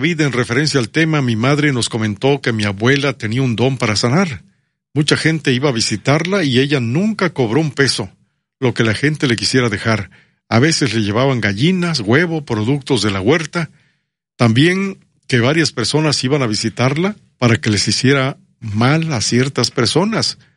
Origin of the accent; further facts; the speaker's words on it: Mexico; now in Carlsbad, United States; Pero yo no soy gringo. Fíjate que yo nunca he sido como mucha gente de México que quiere hablar inglés a fuerzas y quiere pronunciar bien el inglés